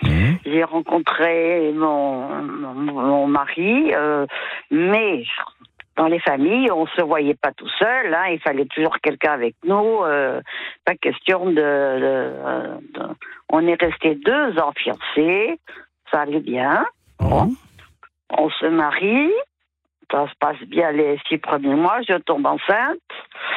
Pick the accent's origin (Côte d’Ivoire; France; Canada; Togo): France; Nouvelle-Aquitaine